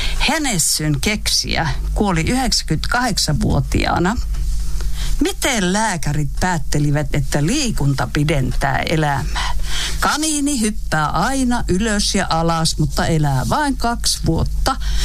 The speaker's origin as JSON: {"language": "Finnish", "country": "Estonia", "lives_now": "Finland", "said": "Toinen vasta, ei haittaa, minä olen Virosta."}